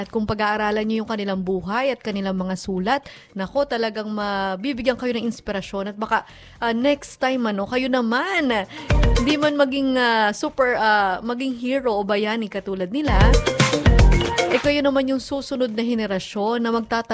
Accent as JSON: {"language": "Tagalog", "town": "Antipolo", "region": "Calabarzon", "country": "Philippines", "said": "Ako, taga-Antipolo ko, lagi may kwento sa amin."}